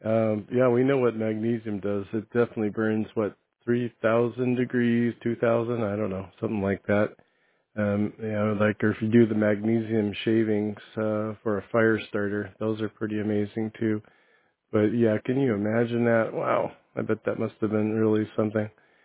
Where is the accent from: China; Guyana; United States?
United States; Idyllwild, California; when I grew up in Idlewild